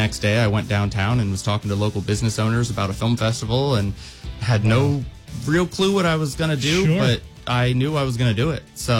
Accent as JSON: {"language": "English", "town": "Williamsport", "region": "Pennsylvania", "country": "United States", "tie": "born or raised there", "moved": "as an adult"}